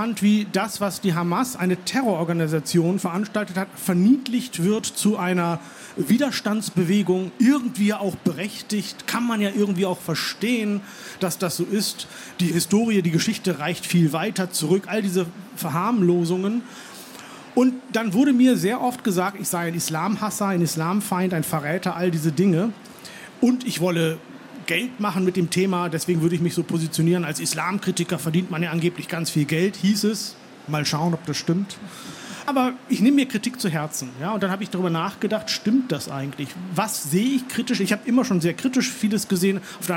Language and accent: German; Hollern-Twielenfleet, Lower Saxony, Germany; ist also auch gebürtig Muslimin, schiitisch. Und meine Eltern sind in den 80er Jahren in diesem kleinen Dorf Hollern-Twielenfleet, in dem ich groß geworden bin, das sehr evangelisch-lutherisch ist, konvertiert.